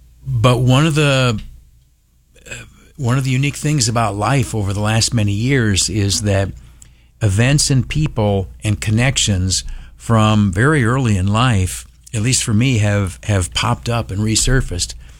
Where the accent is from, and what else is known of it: Hornell, New York, United States; born or raised there; moved away